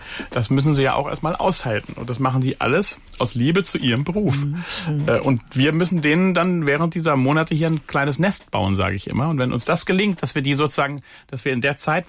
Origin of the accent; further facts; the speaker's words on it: Germany; Ich bin ja auch Deutscher